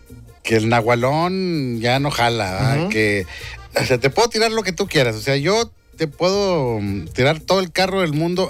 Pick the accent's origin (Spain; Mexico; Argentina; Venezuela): Mexico; uno nos podemos tirar carro, sí, como mexicanos también